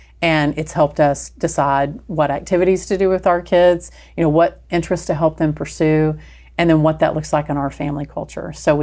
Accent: Texas, United States; So I'm Texan. So it should have a pronunciation guide in there

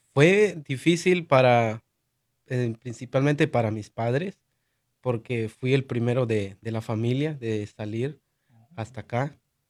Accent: Chiapas, Mexico; moved away; yo, como decía, soy ahorita originario de Chiapas, México, pero nosotros, nuestras raíces vienen desde Guatemala.

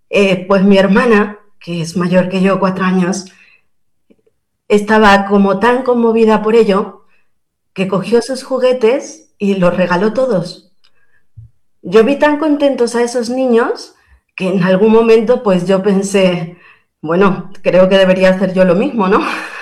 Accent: Mexico; moved away; also born or lived in Peru / Spain; nosotros, como bien comentaste, somos mexicanos, el primer paso que dimos, por decir así fuerte, fue el ir a las misiones por un año.

